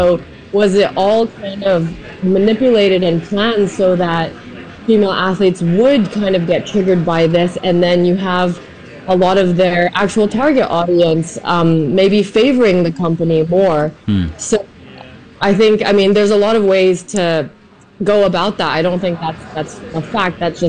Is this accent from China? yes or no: yes; Shanghai, China; I grew up half Chinese in Shanghai. I compete for the German national team. I'm German Chinese.